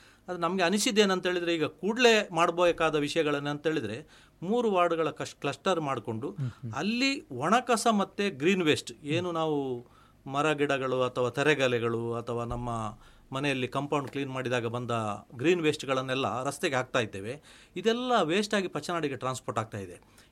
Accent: Dakshina Kannada district, Karnataka, India; ನಮ್ಮ ದಕ್ಷಿಣ ಕನ್ನಡ ಜಿಲ್ಲೆಯಲ್ಲಿ

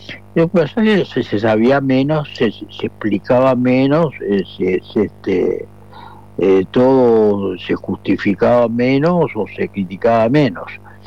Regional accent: Uruguay; los uruguayos siempre confiamos en el relato

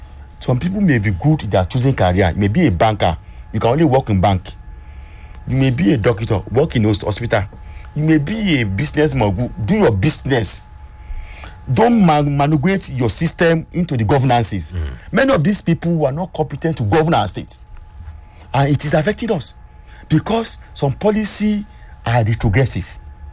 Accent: Kwara, Nigeria; because I'm from Kwara.

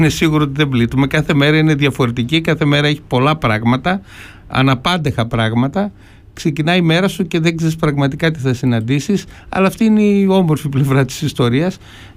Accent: Panorama, Central Macedonia, Greece; γιατί εγώ έχω καταγωγή από το Πανόραμα

